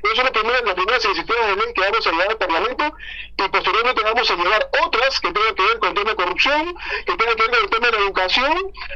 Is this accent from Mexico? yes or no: no; Peru